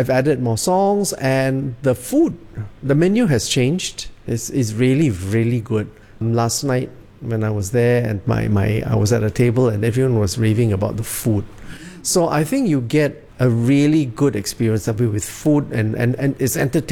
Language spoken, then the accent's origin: English; Singapore; I continue my search for this, for my Singapore identity.